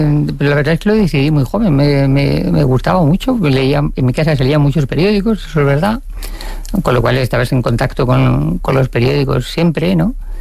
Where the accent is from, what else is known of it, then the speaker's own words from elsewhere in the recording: Madrid, Community of Madrid, Spain; yo soy de Madrid, entonces no soy nacida cerca del mar.